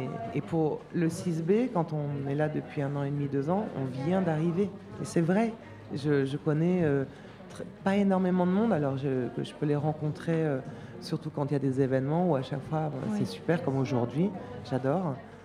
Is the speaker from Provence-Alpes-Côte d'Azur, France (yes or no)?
no; Grenoble, Auvergne-Rhône-Alpes, France; now in Paris, France; moi, je suis originaire de Grenoble. Et quand je suis arrivée à Paris